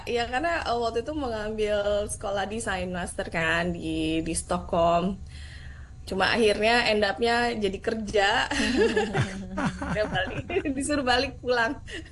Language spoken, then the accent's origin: Indonesian; Indonesia; now in Sweden; Terus mereka nanya, kamu dari mana? Indonesia, gitu.